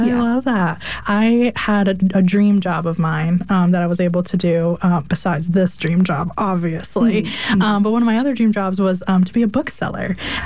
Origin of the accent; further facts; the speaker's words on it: Connecticut, United States; born there; my home state of Connecticut.